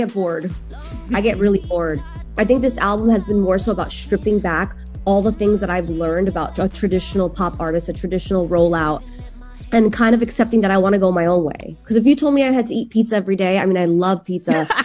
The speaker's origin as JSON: {"language": "English", "region": "New York", "country": "United States", "tie": "born or raised there", "said": "both my parents are from Albania. My dad's an immigrant. Like, my dad was like, when I was growing up in New York"}